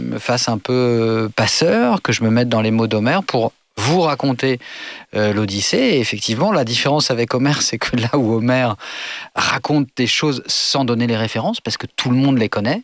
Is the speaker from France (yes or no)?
yes; Normandy, France; mais là où j'ai grandi, dans un petit village à côté du Havre, sur les falaises